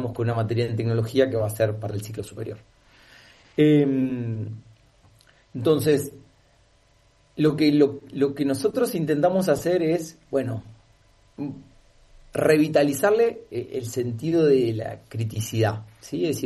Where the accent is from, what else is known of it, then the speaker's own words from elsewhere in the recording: Argentina; Nosotros como Argentina todavía seguimos teniendo un montón de oportunidades para desarrollarnos.